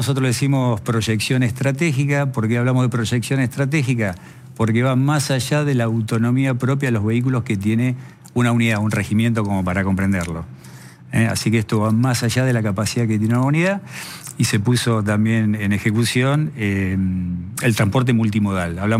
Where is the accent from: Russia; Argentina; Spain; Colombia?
Argentina; Rosario, Santa Fe; Oriundo Rosario, Santa Fe